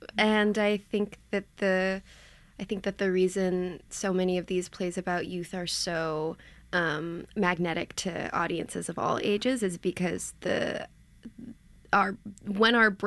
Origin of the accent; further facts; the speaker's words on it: New York City, New York, United States; I grew up in New York City